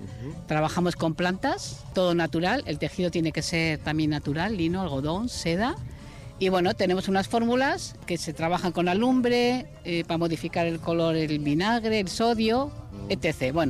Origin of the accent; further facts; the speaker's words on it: Murguía, Basque Country, Spain; moved away as an adult; now in Amurrio, Spain; yo he vivido en Murguía toda mi vida